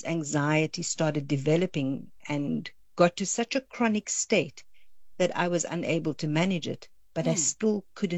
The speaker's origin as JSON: {"language": "English", "town": "Cape Town", "region": "Western Cape", "country": "South Africa", "said": "I'm originally from Cape Town, and yeah. I spent the first 10 years of my career there"}